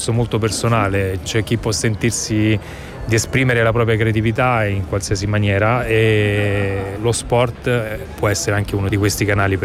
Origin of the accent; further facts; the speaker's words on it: Naples, Campania, Italy; born there; io sono nato a Napoli